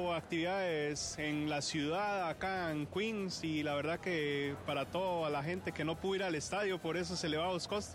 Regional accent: Honduras; Somos de Honduras, sí

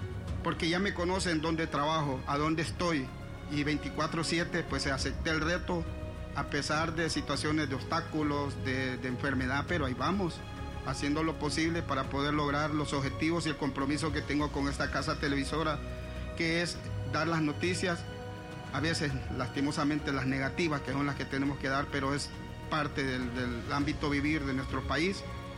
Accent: San Pedro Sula, Cortés, Honduras; yo soy de San Pedro Sula, criado en el barrio Las Palmas de San Pedro Sula, nacido en el Hospital Leonardo Martínez en 1975, y a mis 51 años

